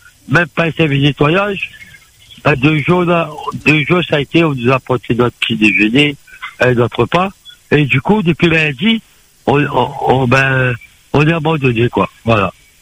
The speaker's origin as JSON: {"language": "French", "town": "Saint-Denis", "country": "Réunion", "tie": "born there", "said": "Moi, je suis né à La Réunion, à Saint-Denis-la-Réunion."}